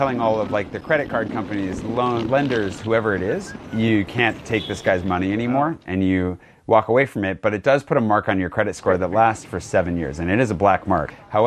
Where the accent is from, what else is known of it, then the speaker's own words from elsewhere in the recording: Pullman, Washington, United States; now in Paris, France; I grew up in Pullman, Washington, a university town in eastern Washington, so close to Idaho that you could hit it with a potato.